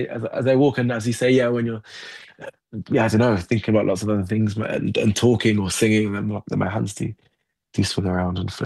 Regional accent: Nottingham, East Midlands, United Kingdom; born or raised there; now in London, United Kingdom

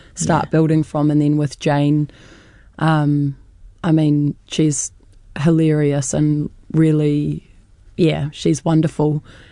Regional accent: Wellington, New Zealand; now in Auckland, New Zealand; I was born and raised in Pōneke in Wellington, but have been living in Auckland on and off for the past 10 years.

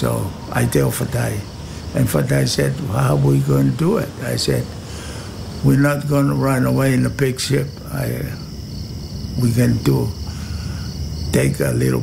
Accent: Tonga; English is a second language; My family is poor. When we growing up in Tonga, we was one of the poor people.

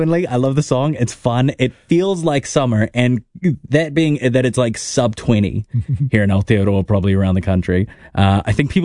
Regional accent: American Samoa; now in Auckland, New Zealand; I have many memories of growing up in Samoa and like the buses sitting on our house in American Samoa was like on the corner of this road, and it was all bush

